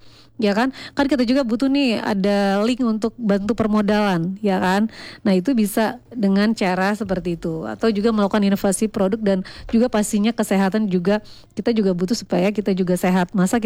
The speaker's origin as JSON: {"language": "Indonesian", "region": "Lampung", "country": "Indonesia", "tie": "born there", "said": "di daerah saya, kelahiran saya sendiri di sana, di Katibung, nggak jauh sih"}